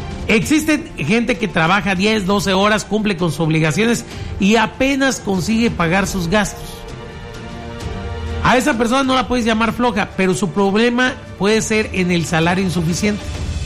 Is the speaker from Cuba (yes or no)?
no; Mexico; como mexicanos siempre nos quejamos